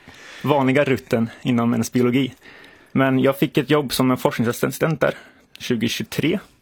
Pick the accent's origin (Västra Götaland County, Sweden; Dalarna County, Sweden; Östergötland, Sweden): Östergötland, Sweden; Norrköping; now in Nuuk, Greenland; Jajamän, så nu är jag här för en student.